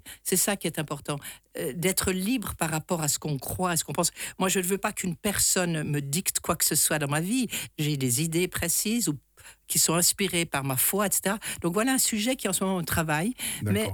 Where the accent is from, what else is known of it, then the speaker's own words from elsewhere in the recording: Switzerland; En tant que Suisse